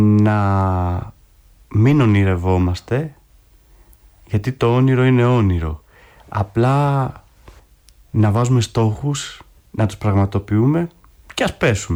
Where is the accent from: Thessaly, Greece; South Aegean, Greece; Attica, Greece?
Thessaly, Greece; στο Πήλιο, στα μέρη μου